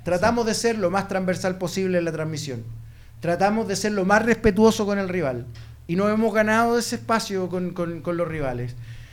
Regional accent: Angol, Araucanía, Chile; Le digo yo, no, yo soy de Angol.

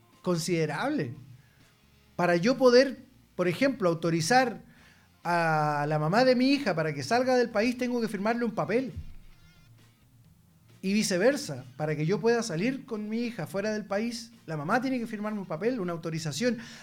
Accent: Chile; todos quienes somos chilenos

